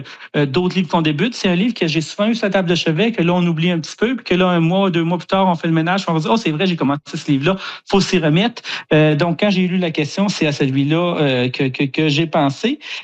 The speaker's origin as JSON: {"language": "French", "town": "Kedgwick", "region": "New Brunswick", "country": "Canada", "tie": "born or raised there", "said": "Puis moi, comme vous l'avez dit, j'ai grandi à Kedgwick, dans le nord du Nouveau-Brunswick."}